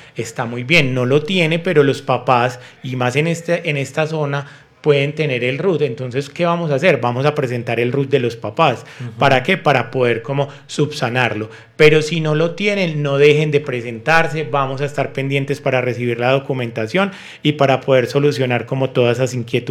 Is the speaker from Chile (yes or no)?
no; Antioquia, Colombia; como buen paisa casi siempre dejamos todo para lo último.